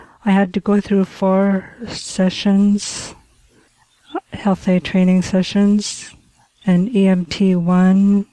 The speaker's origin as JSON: {"language": "English", "town": "Savoonga", "region": "Alaska", "country": "United States", "tie": "born or raised there", "moved": "yes", "lives_now": "Nome, United States", "said": "I grew up in Savunga."}